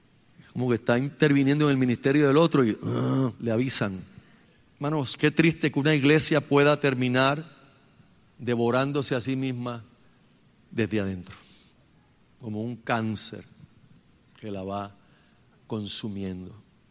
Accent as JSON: {"language": "Spanish", "town": "Carolina", "country": "Puerto Rico", "tie": "born or raised there", "said": "cuando yo me crié en Carolina, pues yo no sé, los perros eran como parte de todo el panorama"}